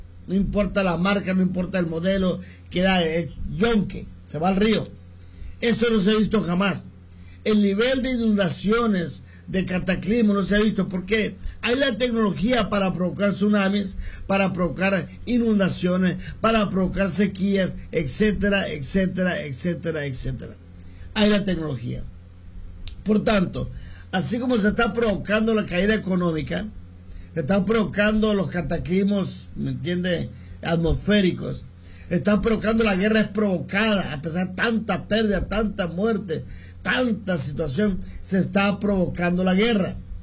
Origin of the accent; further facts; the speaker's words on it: Culiacán, Sinaloa, Mexico; moved away; mi ciudad natal en Culiacán, Sinaloa